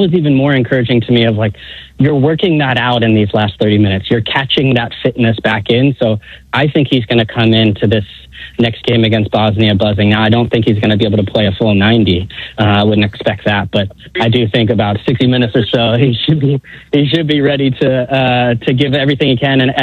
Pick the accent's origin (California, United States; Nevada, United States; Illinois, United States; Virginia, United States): California, United States; now in Brooklyn, United States; I live here in Brooklyn. I'm from the Bay Area. I'm going to fly back for this game.